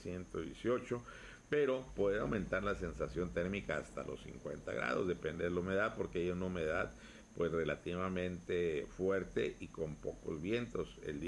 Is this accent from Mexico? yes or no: yes; Mexico; Como buenos mexicanos nos divertimos.